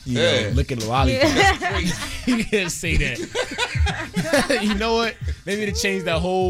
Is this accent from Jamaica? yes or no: yes; Jamaica; Yeah, I'm Jamaican, Dre.